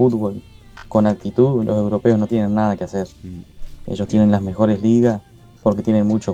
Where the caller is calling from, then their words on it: Soriano, Uruguay; el camionero de Soriano.